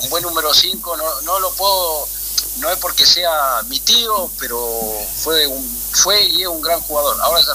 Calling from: Argentina

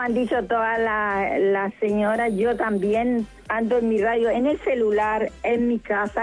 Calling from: Arauco, Biobío, Chile; De Arauco

